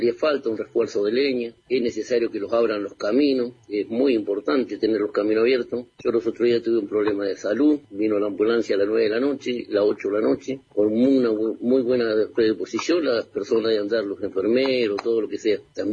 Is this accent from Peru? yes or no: no; Argentina; Todos somos argentinos y todos tenemos el mismo derecho de poder que lo atiendan.